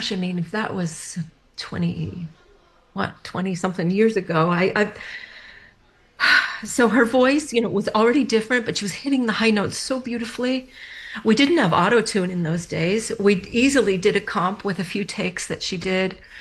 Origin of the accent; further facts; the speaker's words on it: New England, United States; being from New England